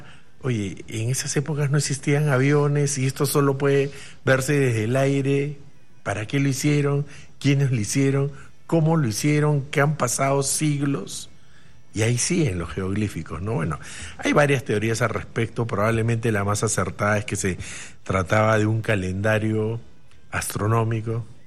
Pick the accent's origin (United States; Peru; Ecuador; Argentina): Peru; Cusco; Yo soy cusqueño